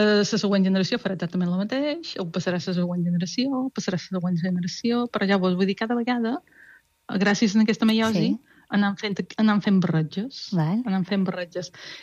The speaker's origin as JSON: {"language": "Catalan", "region": "Balearic Islands", "country": "Spain", "said": "jo veia gent i pensava, som mallorquins."}